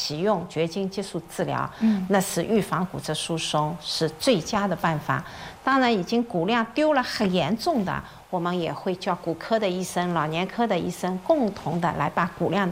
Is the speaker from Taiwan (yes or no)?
no; China; 其实我们中国人的饮食里面钙是不够的。